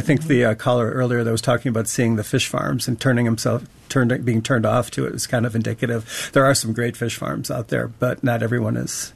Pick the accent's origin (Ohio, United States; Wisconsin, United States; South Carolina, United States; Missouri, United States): Wisconsin, United States; Marshfield; also born or lived in Madison / Colorado; Growing up in central Wisconsin, we didn't have fish boils. There's always fish fries growing up in Marshfield. Come to Madison, move out to Colorado, come back here, decide to go to culinary school.